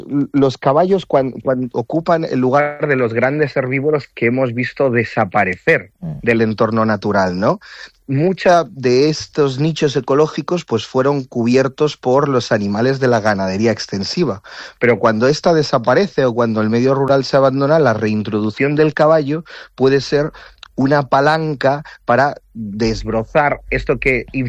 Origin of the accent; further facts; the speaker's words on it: Ourense, Galicia, Spain; Catalan is a second language; now in Argentina; Sí, jo sóc gallec, sóc d'Ourense, mai he viscut pràcticament a Catalunya